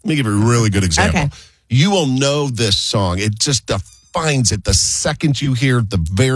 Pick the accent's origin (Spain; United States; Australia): United States; I'm American.